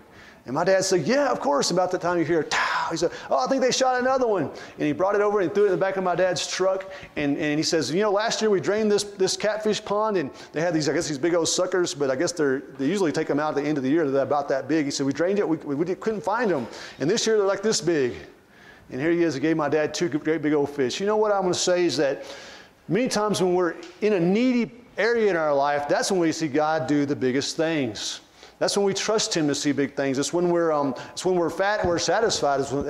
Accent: Dermott, Arkansas, United States; Growing up in Dermot, Arkansas

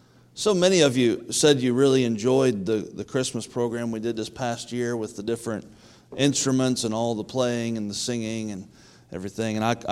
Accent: United States; I'm glad I'm an American.

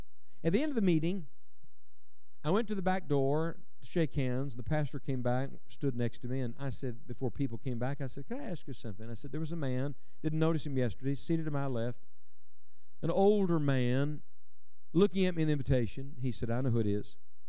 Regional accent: West Virginia, United States; he said, I understand you're from West Virginia. And I smiled and I said, I am.

